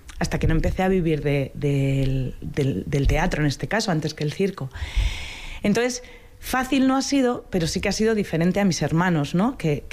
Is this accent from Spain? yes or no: yes; Sopelana, Basque Country, Spain; born there; los recuerdos que más me vienen son recuerdos de tranquilidad, de un sitio pues alejado del centro de Sopelana